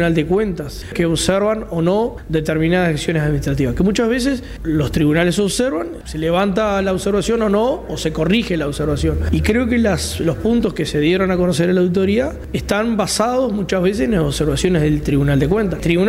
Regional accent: Melo, Cerro Largo, Uruguay; acá que somos de Melo

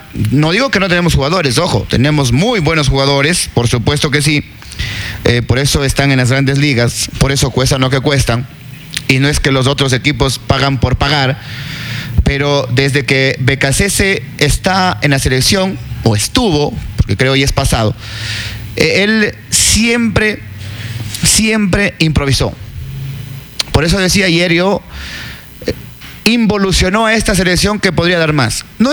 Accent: Ecuador; Nos volvemos a ilusionar porque somos ecuatorianos

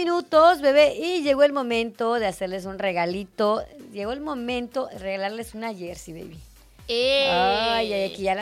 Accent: Mexico; somos orgullosamente mexicanos.

